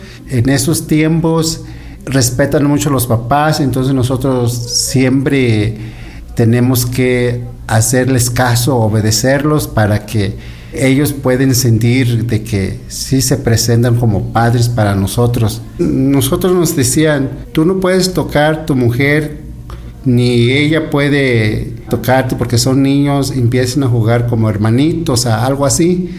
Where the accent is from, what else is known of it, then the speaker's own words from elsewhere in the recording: Mixteca, Mexico; Yo soy una persona más lejado de la ciudad. Nací en un pueblo donde hablan lengua mixteco y pues nunca hemos sabido parte de Dios, ¿quién es Dios?